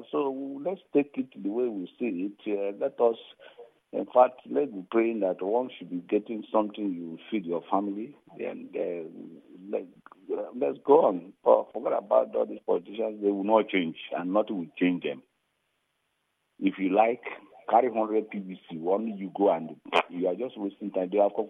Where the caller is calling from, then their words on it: Morocco; I'm calling from Morocco.